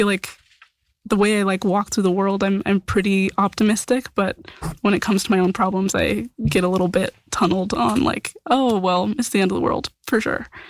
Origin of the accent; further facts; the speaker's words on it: Albuquerque, New Mexico, United States; also born or lived in Rio Rancho; I grew up like primarily in Albuquerque and then moved over to Rio Rancho for middle and high school.